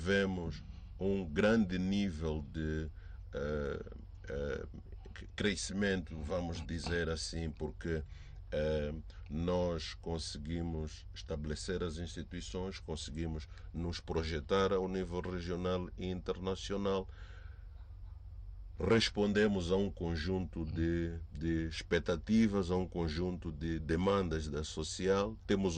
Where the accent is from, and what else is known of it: Mozambique